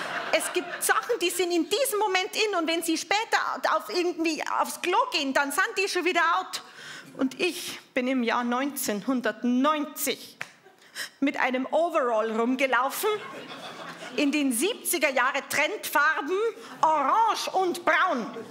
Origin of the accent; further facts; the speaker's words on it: Germany; Ja, ich bin schon an der Grenze aufgewachsen, aber so nah auch wieder nicht.